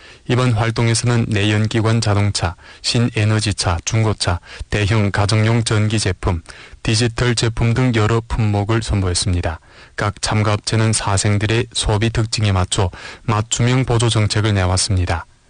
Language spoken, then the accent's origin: Korean; Helong, Jilin, China; 저는 화룡 사람입니다. 대학을 졸업하고 나서 큰 도시로 가지 않고 화룡에 돌아와 윤동먹업연회사에 입사해 마음 편히 출근했습니다.